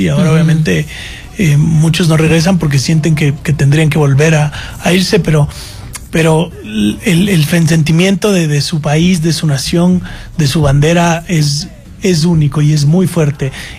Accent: Ecuador; los ecuatorianos no nos rendimos.

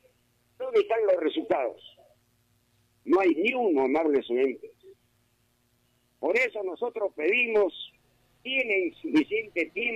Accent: Peru; now in Aguaytía, Peru; el que le hablo como peruano, que tengo 36 años

